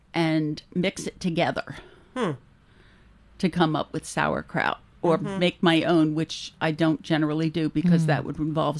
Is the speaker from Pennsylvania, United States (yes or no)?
yes; Philadelphia, Pennsylvania, United States; I grew up in Philadelphia. I was surrounded by people from Mexico, from people from Colombia, from people from Cuba, from Honduras.